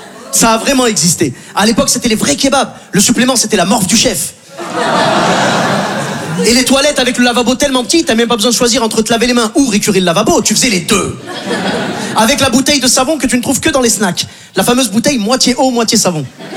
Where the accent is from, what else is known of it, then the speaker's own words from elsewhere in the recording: Haiti; now in Paris, France; Je suis très fier en tant qu'Haïtien de vivre à Paris, ok?